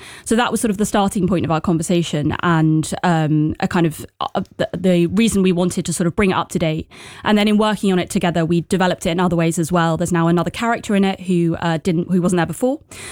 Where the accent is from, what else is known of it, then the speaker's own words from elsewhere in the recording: London, United Kingdom; I grew up in London